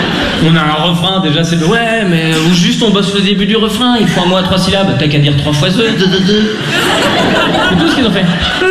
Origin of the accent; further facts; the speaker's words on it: Lausanne, Vaud, Switzerland; Moi, je viens de Lausanne.